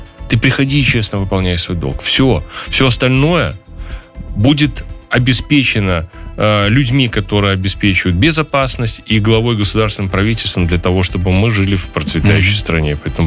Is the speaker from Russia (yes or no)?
no; Belarus